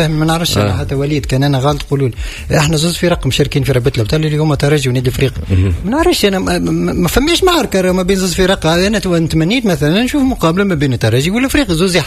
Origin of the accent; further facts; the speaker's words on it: Tunisia; واحد من الناس كتونسي